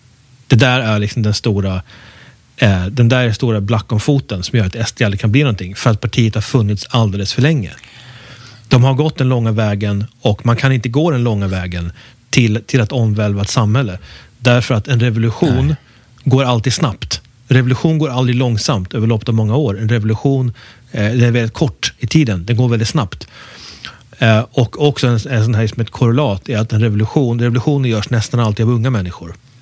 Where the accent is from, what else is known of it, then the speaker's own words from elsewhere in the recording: Sweden; Som svensk så har man sett det en miljon gånger i Hollywoodfilmer och så vidare.